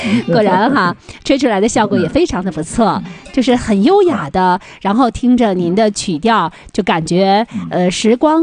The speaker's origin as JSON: {"language": "Chinese", "town": "Yichun", "region": "Heilongjiang", "country": "China", "tie": "born or raised there", "said": "我老家不伊春那面嘛，离佳木斯其实也没有多远"}